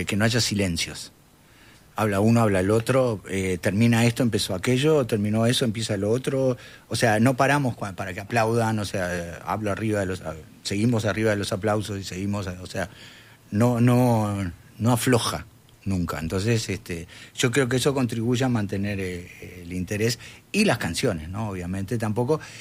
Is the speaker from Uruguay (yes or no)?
yes; Uruguay; Nos reímos mucho de nosotros mismos, digamos, como uruguayos